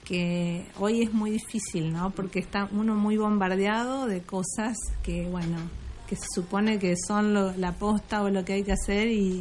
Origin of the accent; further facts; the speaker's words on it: Entre Ríos, Argentina; soy la única de Entre Ríos.